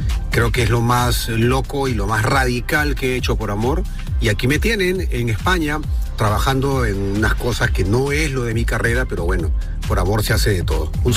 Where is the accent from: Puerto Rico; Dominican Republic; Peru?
Peru; moved away as an adult; figura pública en mi país, Perú, para venirme aquí al lado de mi familia.